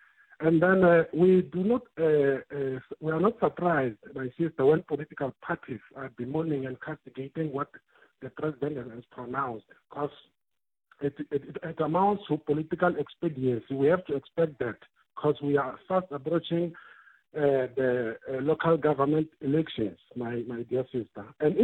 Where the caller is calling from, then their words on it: Giyani, Limpopo, South Africa; the other tribal groups, such as mine, which are Mishitsoga speaking person, and Tsonga from Giani